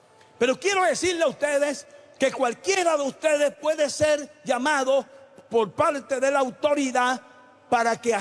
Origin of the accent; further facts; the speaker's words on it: Panama; Yo soy el panameño.